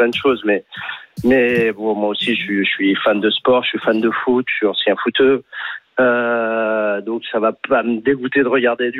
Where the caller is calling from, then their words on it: Brive-la-Gaillarde, Nouvelle-Aquitaine, France; je suis à Brive et je suis golfeur